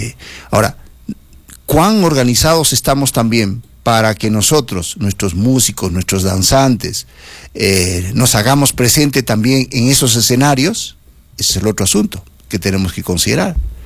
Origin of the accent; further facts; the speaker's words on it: Arequipa, Peru; nosotros como arequipeños